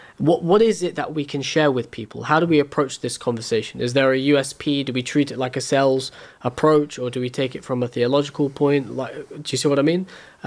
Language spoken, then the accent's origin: English; London, United Kingdom; I feel reflecting growing up in London, which I would argue, I don't know about you, Sheikh, but I feel London is the hub of Western Shiism.